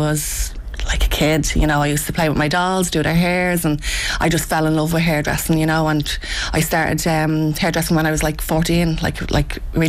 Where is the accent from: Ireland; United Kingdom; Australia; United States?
Ireland; Dublin, Leinster; also born or lived in Drimnagh, Dublin; we grew up in Fatima from I was born up until the age of 12. Fatima was lovely, like, you know, at the time, like, lovely working strong families come from Fatima Mansions and had a normal childhood. I was the only child.